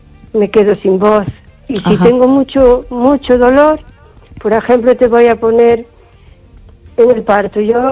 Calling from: O Carballiño, Galicia, Spain; de Carballiño.

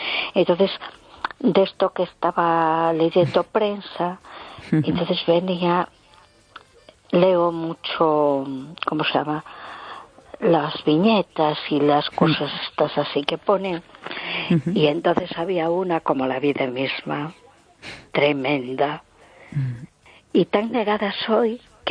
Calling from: A Coruña, Galicia, Spain; de Coruña.

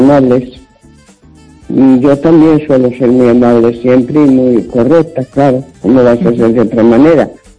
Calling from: Santiago de Compostela, Galicia, Spain; de Santiago.

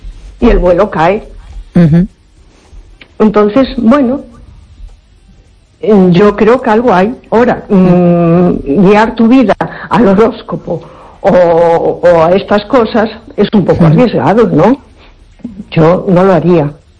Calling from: Córdoba, Andalusia, Spain; No, buenas noches. … de Córdoba.

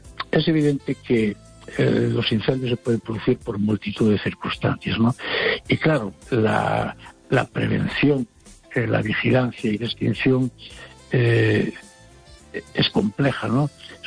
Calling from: Madrid, Community of Madrid, Spain; de Madrid.

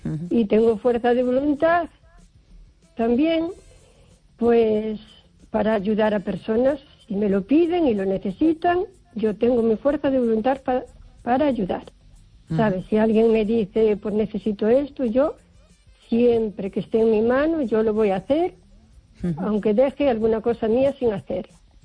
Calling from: O Carballiño, Galicia, Spain; de Carballiño.

